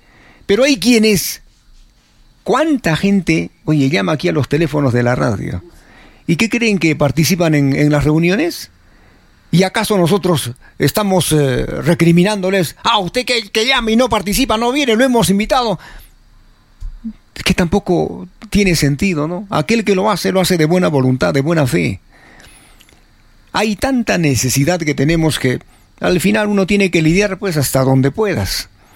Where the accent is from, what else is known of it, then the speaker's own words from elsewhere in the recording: Arequipa, Peru; Así somos los peruanos, somos los arequipeños.